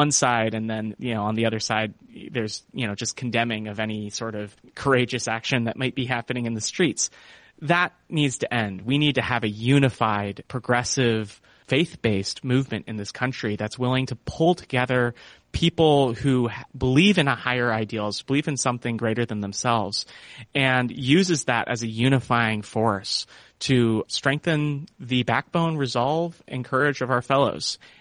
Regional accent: California, United States; We have the California Air Resources Board back in my home state

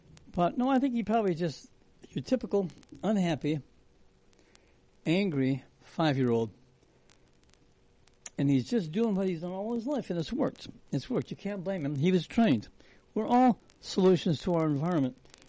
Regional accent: Michigan, United States; Michigan, which is my home state.

